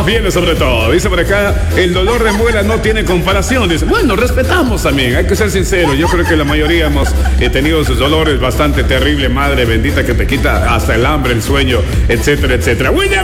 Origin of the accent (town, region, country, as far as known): Ecuador